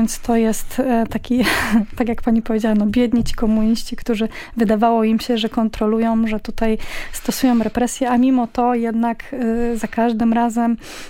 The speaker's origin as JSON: {"language": "Polish", "town": "Łódź", "region": "Łódź Voivodeship", "country": "Poland", "said": "bo u nas w Łodzi"}